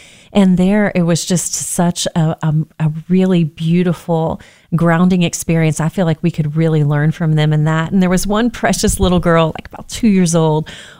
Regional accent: United States; born there

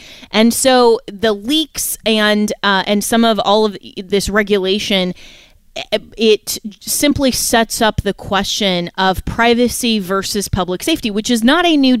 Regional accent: Florida, United States; my home state of Florida.

